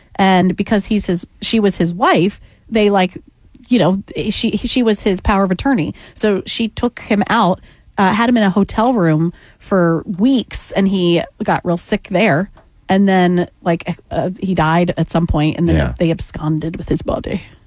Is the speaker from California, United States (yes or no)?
yes; California, United States; growing up in California